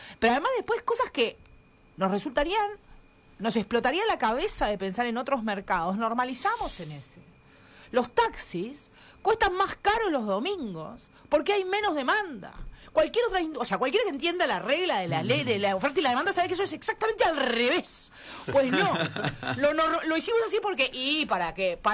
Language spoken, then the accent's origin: Spanish; Montevideo, Uruguay; Yo viví gran parte de mi vida, en mi adolescencia, en mi infancia, en Malvin y Punta Gorda.